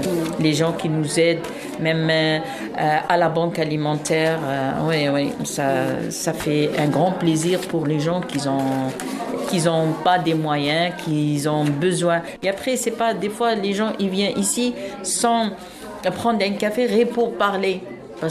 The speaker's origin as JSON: {"language": "French", "country": "Algeria", "said": "Oui, oui, oui. Moi, je suis algérienne."}